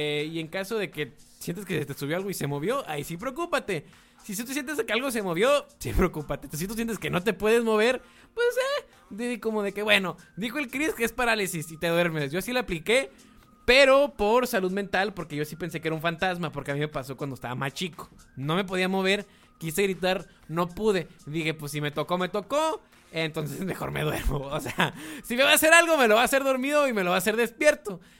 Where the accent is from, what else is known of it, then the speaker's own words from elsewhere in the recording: Mexico; todos somos mexicanos, la mayoría de los que estamos aquí.